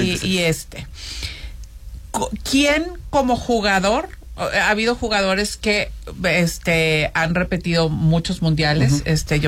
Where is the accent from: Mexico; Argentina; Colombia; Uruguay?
Mexico